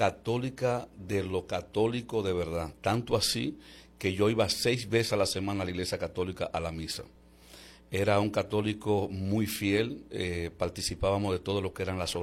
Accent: La Vega, Dominican Republic; born there; Yo soy de La Vega, un pueblo muy hermoso y una ciudad pequeñita, pero con un poder sobrenatural grande.

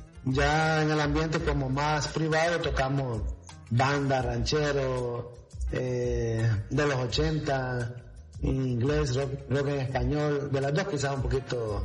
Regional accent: Cojutepeque, Cuscatlán, El Salvador; De Cojutepeque, porque yo soy originario de Cojutepeque.

